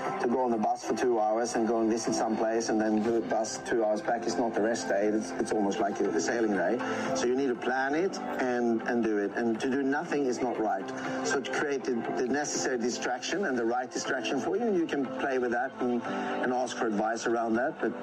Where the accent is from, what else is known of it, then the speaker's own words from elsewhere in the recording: Sweden; moved away as an adult; also born or lived in Western Australia; now in Sydney, Australia; I'm from Sweden originally, and I've lived in WA since 2013